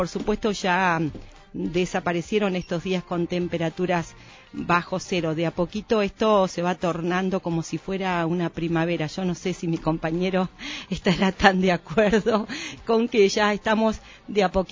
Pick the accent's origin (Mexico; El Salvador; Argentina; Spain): Argentina; Patagonia; yo soy patagónica, estoy acostumbrada a las escarchas, a los fríos, a los vientos, a la nieve hasta la rodilla